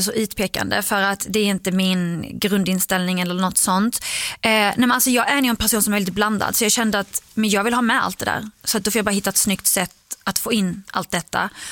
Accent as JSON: {"language": "Swedish", "region": "Skåne", "country": "Sweden", "also_born_or_lived": "Iraq", "said": "Alltså, jag känner ju mer att jag är från Skåne. Alltså, Skåne har ju format mig mer än vad Irak har format mig."}